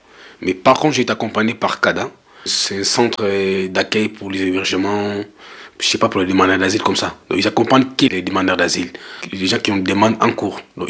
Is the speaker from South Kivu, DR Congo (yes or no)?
no; Kinshasa, DR Congo; moved away as an adult; now in Nantes, France; Je suis originaire du Congo Kinshasa. Je suis arrivé en France en 2019.